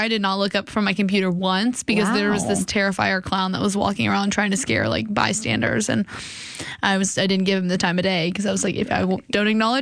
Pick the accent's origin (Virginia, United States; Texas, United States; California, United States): Texas, United States; San Angelo; we didn't have one in San Angelo